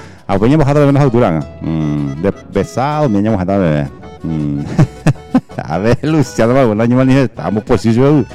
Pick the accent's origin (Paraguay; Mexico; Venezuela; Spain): Paraguay; Y soy paraguayo, de tierra adentro.